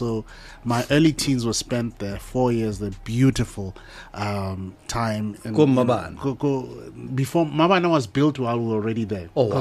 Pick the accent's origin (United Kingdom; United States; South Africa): South Africa; Soweto, Gauteng; also born or lived in Mafikeng; But yeah, I was born and raised in Soweto in the early 1970s.